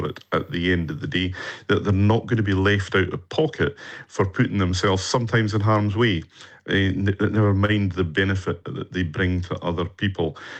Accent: Islay, Scotland, United Kingdom; I was born and brought up on Isla.

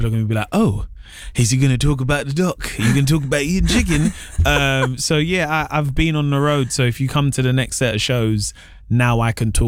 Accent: London, United Kingdom; I'm from London.

